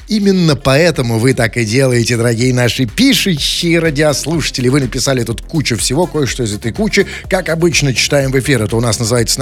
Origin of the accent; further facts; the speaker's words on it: Moscow, Russia; Я сам из Москвы.